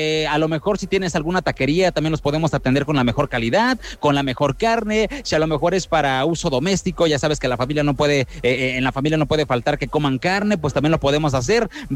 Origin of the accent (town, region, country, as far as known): Mexico